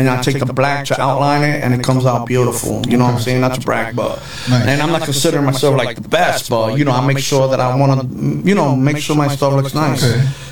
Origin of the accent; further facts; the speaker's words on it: New York, United States; You know, born and raised in New York, bro.